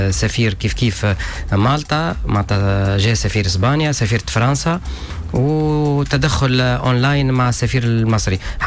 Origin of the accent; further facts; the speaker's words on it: Bizerte, Bizerte Governorate, Tunisia; انا بنزرتي ابا عن جد نحب بنزرت, معناتها حبيت نوريه هنا وين تولدت وين عشت وين تربيت